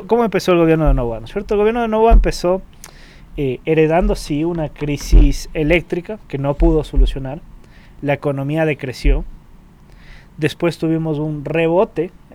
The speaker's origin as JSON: {"language": "Spanish", "country": "Ecuador"}